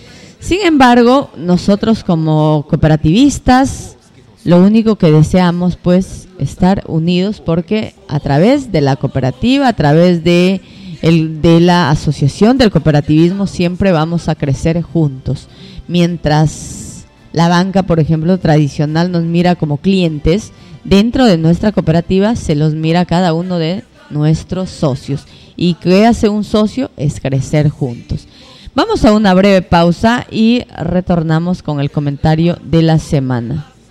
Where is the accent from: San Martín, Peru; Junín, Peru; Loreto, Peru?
San Martín, Peru; El Dorado Province; nosotros como doradinos, como peruanos